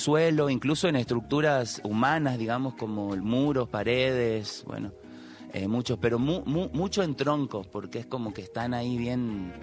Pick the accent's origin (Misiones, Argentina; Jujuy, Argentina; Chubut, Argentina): Jujuy, Argentina; Tilcara